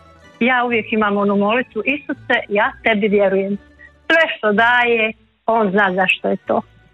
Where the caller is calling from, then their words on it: Kloštar Ivanić, Zagreb County, Croatia; Iz Kloštra sam Ivanića